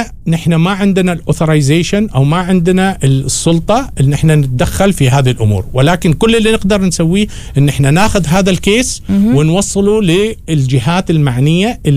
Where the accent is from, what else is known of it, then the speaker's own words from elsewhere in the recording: Oman; عندنا في عمان إن إحنا ما زلنا بلد الأمن والأمان